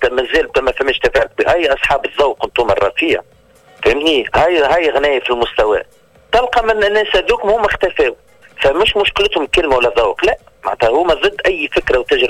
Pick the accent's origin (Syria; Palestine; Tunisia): Tunisia; أنا تونسي